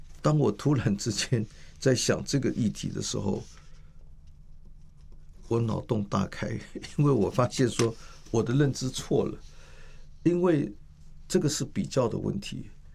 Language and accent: Chinese; Taipei, Taiwan; 譬如说我是一个台北出生台北长大的小孩